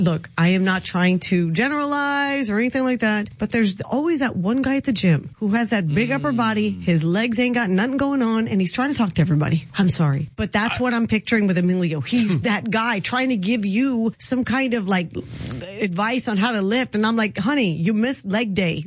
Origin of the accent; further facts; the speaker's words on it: England, United Kingdom; now in United States; I'm from England and I'm visiting the States as an exchange student.